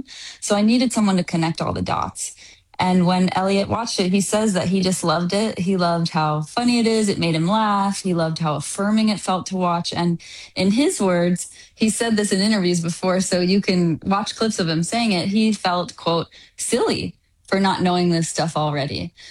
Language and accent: English; Texas, United States; a teen girl growing up in Texas.